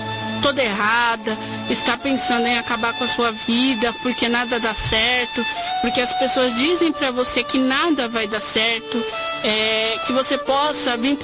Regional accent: Mairiporã, São Paulo, Brazil; eu sou da cidade de Terra Preta, Mairiporã, São Paulo.

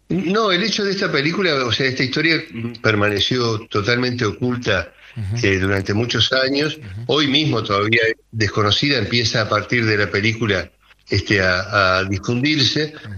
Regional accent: Uruguay; para nosotros en Uruguay

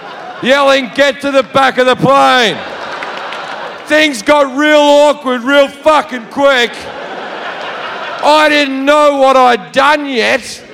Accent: Australia; I'm Australian

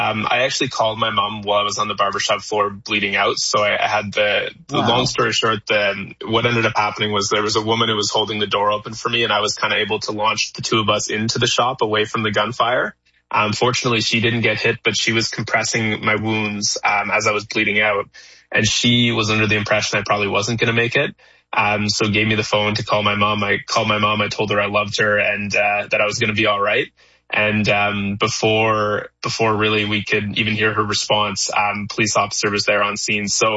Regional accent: Canada; Yeah, both my parents are. I'm born and raised in Canada.

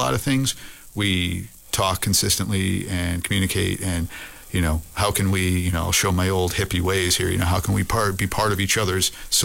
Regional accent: Boston, Massachusetts, United States; where I'm from, thus my accent, we would call it the Boston Modified

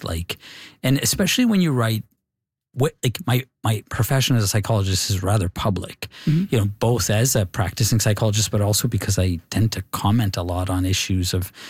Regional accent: Winnipeg, Manitoba, Canada

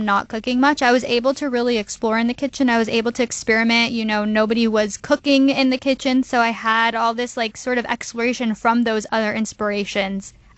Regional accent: Los Angeles, California, United States; I grew up in Los Angeles

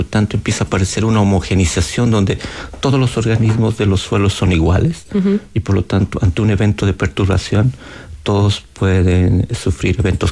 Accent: Bolivia; now in Chile; Comparado con Sudamérica, yo por ejemplo que vengo de Bolivia y todo, Chile definitivamente es una potencia en términos de investigación en Latinoamérica, ¿no?

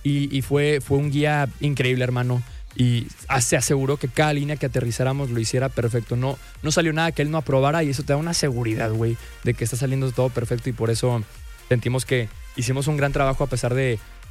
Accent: Monterrey, Nuevo León, Mexico

